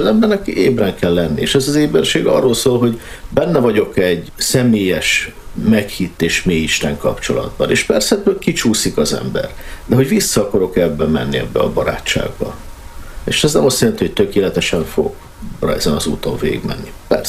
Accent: Piliscsaba, Pest, Hungary; moved away as an adult; now in Transcarpathia, Ukraine; Pilis Csabán ott nőttem föl

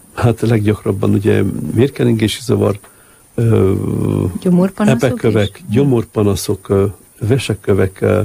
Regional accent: Hungary; Nem, én egyedül voltam csak magyar.

